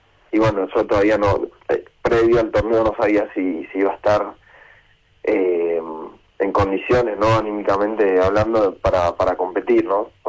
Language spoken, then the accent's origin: Spanish; Vicente López, Buenos Aires Province, Argentina; also born or lived in Posadas, Misiones; Sí, yo soy nacido en Misiones Posadas, pero criado toda la vida en Vicente López, y en Buenos Aires principalmente.